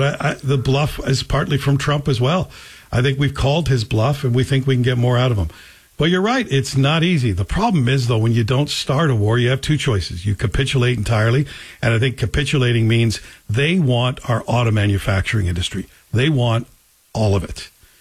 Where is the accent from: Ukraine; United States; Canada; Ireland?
Canada; So I wouldn't panic yet if I'm a Canadian. I think we should all just take a deep breath. We're clearly ready to fight.